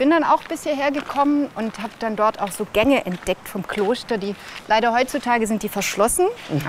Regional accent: Baden-Württemberg, Germany; Ja, ich bin hier im Nachbarort groß geworden.

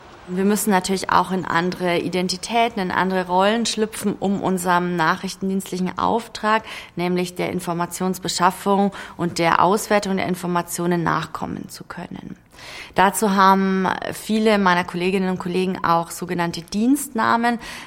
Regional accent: Bavaria, Germany; moved away as an adult; now in Berlin, Germany; Ich bin nämlich aus Bayern

